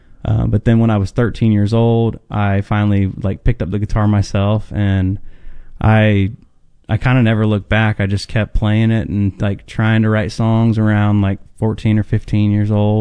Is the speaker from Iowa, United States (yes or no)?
no; Jefferson, Georgia, United States; born there; also born or lived in Hawaii / Texas; I did move around a little bit, I guess, but Georgia then ended up being kind of where I grew up. And so small town of Jefferson, Georgia